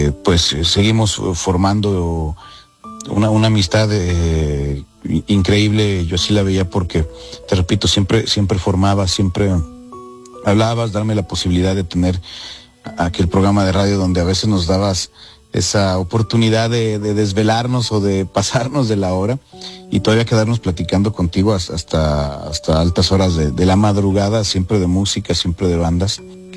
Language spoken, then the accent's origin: Spanish; Aguascalientes, Mexico; born there